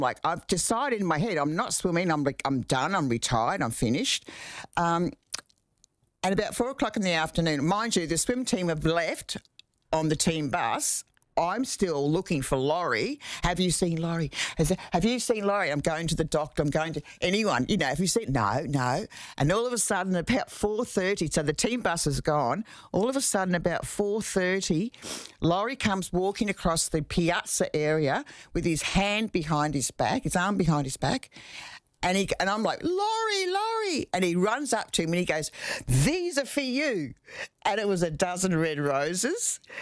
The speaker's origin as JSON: {"language": "English", "town": "Brisbane", "region": "Queensland", "country": "Australia", "tie": "born or raised there", "said": "hey, it's Brisbane, it's my hometown."}